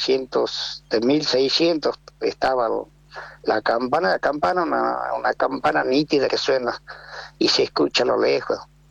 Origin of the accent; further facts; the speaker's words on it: Jujuy, Argentina; also born or lived in Buenos Aires; now in San Salvador de Jujuy, Argentina; Yo me iba, trabajaba cuando vine del departamento de Rinconada, San Salvador de Jujuy. Yo iba a la escuela nocturna. Y ahí aprendí el oficio. Y después que terminé de aprender el oficio, me fui a Buenos Aires con mi oficio